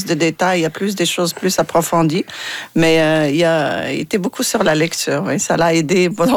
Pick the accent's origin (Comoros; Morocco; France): Morocco; c'est sûr qu'on a double culture aussi, quand on est marocain